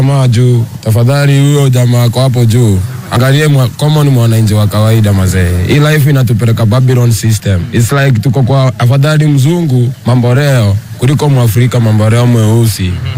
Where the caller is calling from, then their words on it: Kenya; tunatoka Kenya